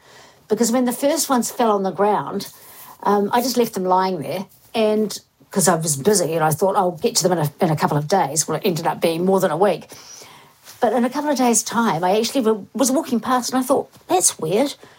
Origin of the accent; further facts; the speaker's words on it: Invercargill, Southland, New Zealand; I remember when I was growing up in Invercargill